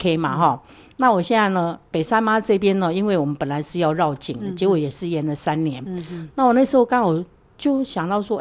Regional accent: Shulin, New Taipei, Taiwan; 树林是我的故乡

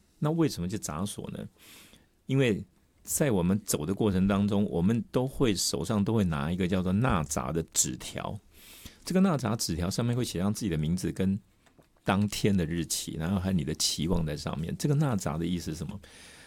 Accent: Taiwan

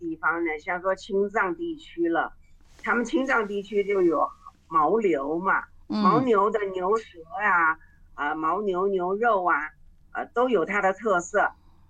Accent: Taiwan

